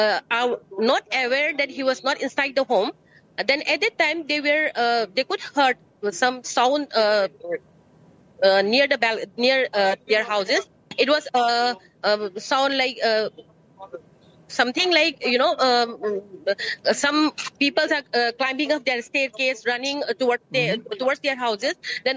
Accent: Manipur, India; people used to call us Chinese, disciples, so many terms they use for us. But, sir, you are an Indian. I'm also an Indian as much as you are an Indian, sir.

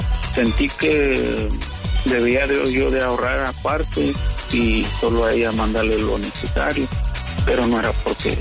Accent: Pachuca, Hidalgo, Mexico; born or raised there; now in United States

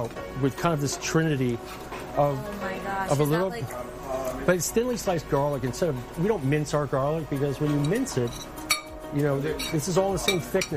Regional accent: United States; Because I grew up in America.

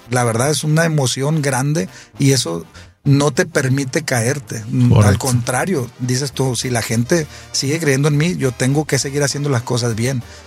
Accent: Culiacán, Sinaloa, Mexico; Mire, compa, la verdad, pues yo soy de Culiacán, usted lo sabe y mucha gente también.

